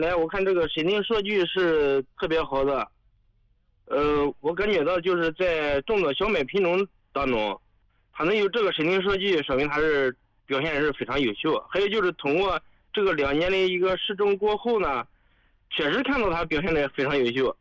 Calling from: Taihe, Anhui, China; 我来自那个安徽太和

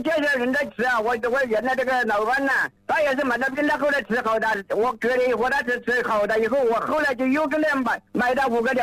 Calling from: Tianmen, Hubei, China; 我是天门多宝镇公益村的。

